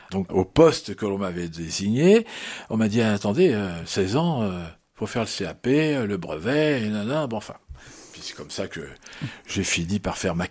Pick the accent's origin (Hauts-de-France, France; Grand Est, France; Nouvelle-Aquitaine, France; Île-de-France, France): Île-de-France, France; Paris; moved away; Alors, je suis parisien à la base. Et puis, je suis arrivé dans le Loir-et-Cher en 2002.